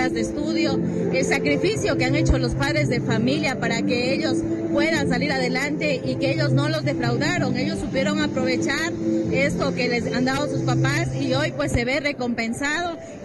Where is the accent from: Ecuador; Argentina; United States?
Ecuador; somos ecuatorianos